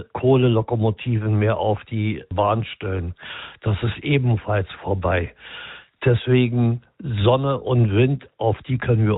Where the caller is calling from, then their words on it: Schmergow, Brandenburg, Germany; Ich komme aus Schmergo bei Großkreuz.